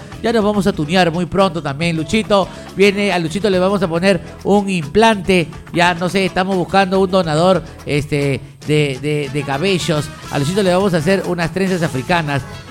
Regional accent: Lima, Peru; porque nos conocemos cada rincón del sur de Lima, porque somos de aquí, de Lurín, José Gálvez, Vía María, Vía Salvador

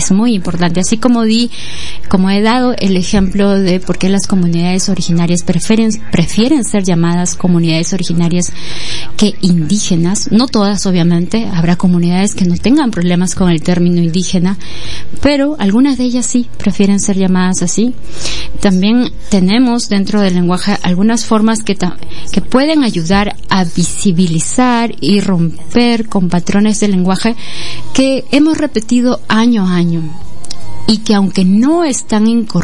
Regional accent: Peru

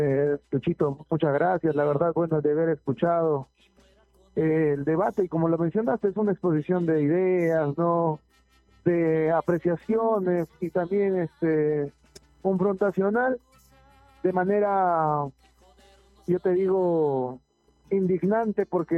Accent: Huancavelica, Peru; somos huancabelicanos

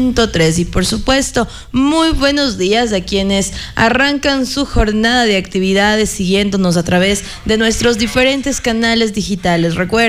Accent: Ecuador; Estamos un poquito cabizbajos como ecuatorianos

